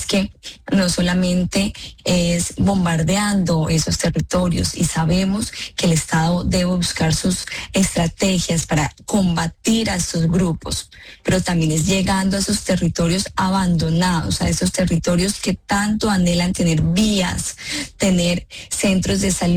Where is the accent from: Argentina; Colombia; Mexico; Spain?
Colombia; Norte de Santander; nos entristece como norte santandereanos.